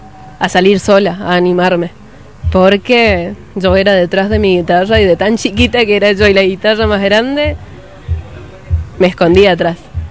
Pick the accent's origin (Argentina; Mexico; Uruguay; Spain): Argentina; Curuzú Cuatiá, Corrientes; Para mí, Curuzú, lo mejor que existe.